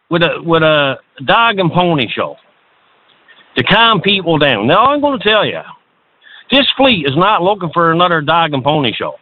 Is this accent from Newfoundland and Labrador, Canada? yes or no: yes; Port Saunders, Newfoundland and Labrador, Canada; from the West Coast of Newfoundland from Fort Saunders.